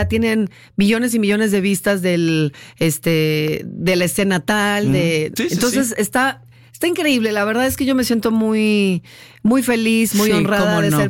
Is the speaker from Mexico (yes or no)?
yes; Mexico; Obviamente nosotros como mexicanos nos burlamos de todo, ¿no?